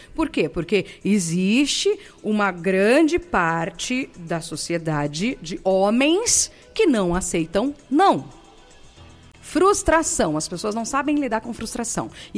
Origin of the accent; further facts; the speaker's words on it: Limeira, São Paulo, Brazil; born there; na cidade de Limeira, que é a cidade que eu amo, que é a cidade onde eu nasci, é onde eu estou e quero continuar.